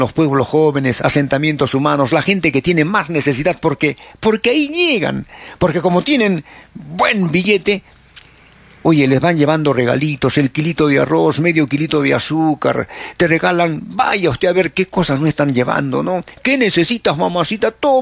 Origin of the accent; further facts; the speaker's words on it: Arequipa, Peru; ¿qué somos los arequipeños?